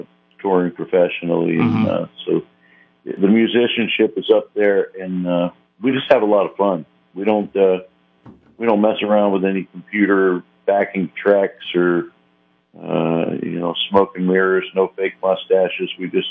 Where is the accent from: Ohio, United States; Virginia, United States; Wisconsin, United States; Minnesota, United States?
Virginia, United States; Roanoke; also born or lived in Washington, D.C.; So we got transferred to Roanoke. And, So I lived in Roanoke in the mid-70s, and that's